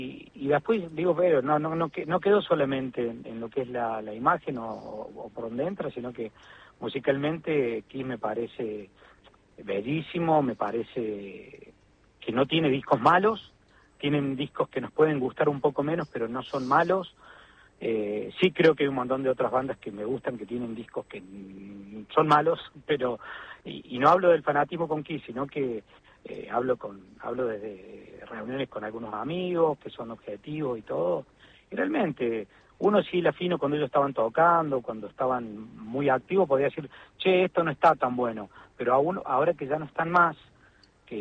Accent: Córdoba, Argentina; now in Villa Elisa, Argentina; Cuando yo era gurí, obviamente en mi casa paterna, ahí en Córdoba, en Barrio Cofico, un lugar lindo, modesto, obviamente, lo que yo podía en esa ocasión, en esos años. Después lo mudé a la zona norte de Córdoba

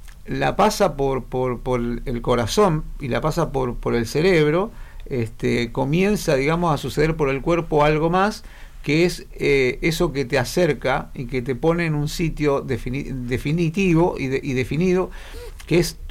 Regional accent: Río Turbio, Santa Cruz, Argentina; Somos santacruceños y somos del viento, ¿no?

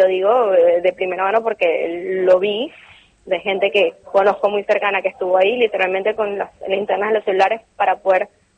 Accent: Caracas, Capital District, Venezuela; moved away as an adult; now in Argentina; yo soy de Caracas, que queda 30 minutos de La Guaira. Toda la familia y mi papá es de La Guaira, de hecho.

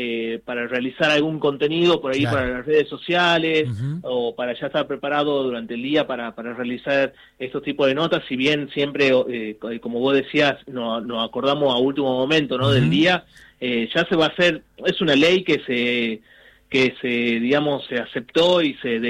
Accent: Tucumán, Argentina; born there; yo nací en la provincia de Tucumán hace ya 36 años.

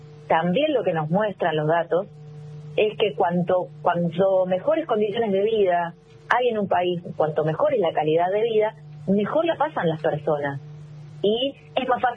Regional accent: Mar del Plata, Buenos Aires Province, Argentina; yo soy de Mar del Plata, pero escucho mucho de lo que pasa en Capital Federal.

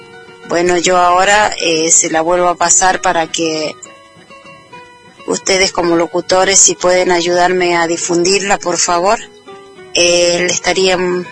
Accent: Malargüe, Mendoza, Argentina; now in Tinogasta, Argentina; yo nací y me crié en Malargüe. Ahora vivo en el, en la provincia de Catamarca, departamento de Tinogasta.

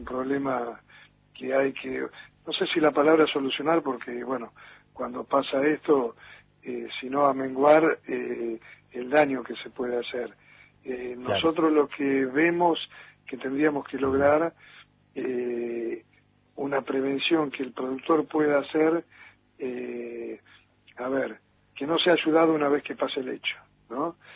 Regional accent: Argentina; es decir, no podemos permitirnos como argentinos, y esto no es una crítica a nadie porque hace años que estamos así

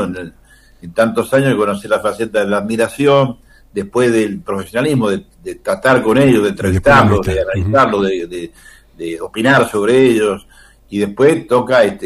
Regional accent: Mendoza, Argentina

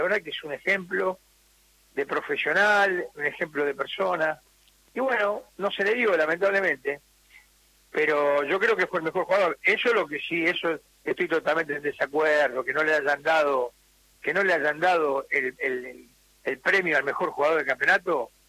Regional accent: Argentina; primero como argentino me enorgullezco de que nosotros tengamos un tipo

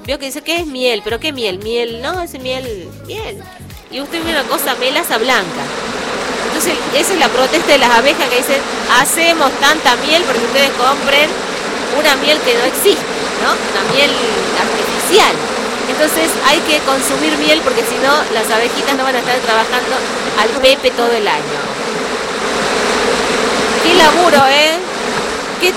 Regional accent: Argentina; Nosotros, como los argentinos

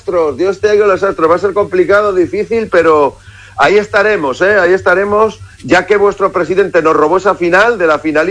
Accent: Spain; Imagínate cómo somos los españoles.

